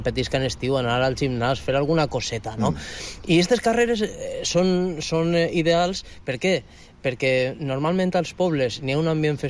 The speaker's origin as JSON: {"language": "Catalan", "town": "L'Eliana", "region": "Valencian Community", "country": "Spain"}